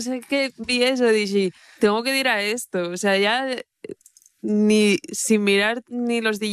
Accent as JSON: {"language": "Spanish", "area": "Caudal valley", "region": "Asturias", "country": "Spain", "said": "Marina ye del Nalón y yo del caudal."}